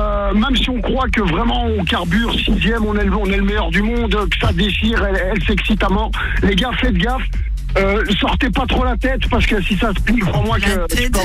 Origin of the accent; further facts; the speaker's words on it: Brussels, Brussels-Capital Region, Belgium; born there; 90, ouais, je suis né à Bruxelles, hein, c'est pour ça que je dis les 90.